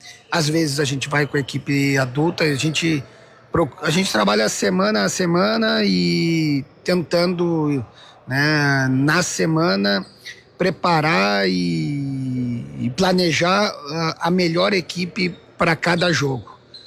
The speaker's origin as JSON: {"language": "Portuguese", "region": "Rio Grande do Sul", "country": "Brazil", "said": "Nós aqui que somos gaúchos"}